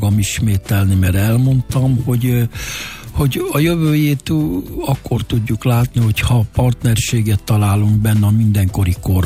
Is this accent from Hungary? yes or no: yes; Hungary; Hát mi magyarok vagyunk